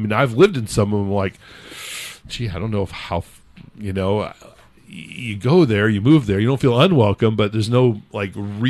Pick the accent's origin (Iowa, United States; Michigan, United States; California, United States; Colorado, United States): California, United States; when we first moved to the East Coast, I grew up in California, and she grew up in Germany, and our first job took us to Rhode Island.